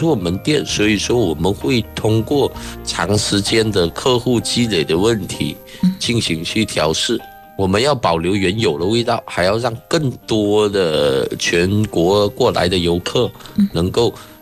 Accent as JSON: {"language": "Chinese", "region": "Hainan", "country": "China", "said": "用我们海南人的话说"}